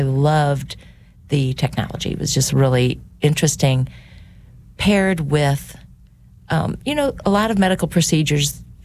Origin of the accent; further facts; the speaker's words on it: Crestwood, Missouri, United States; Yep. I grew up in Crestwood. I went to St. Elizabeth of Hungary, and then I went to Lindbergh High School. I'm one of six children in a awesome Catholic family.